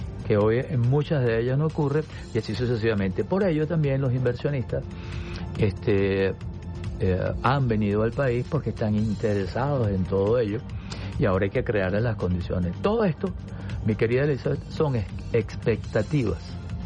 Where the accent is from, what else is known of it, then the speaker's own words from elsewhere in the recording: Venezuela; yo como venezolano lo siento en mi bolsillo.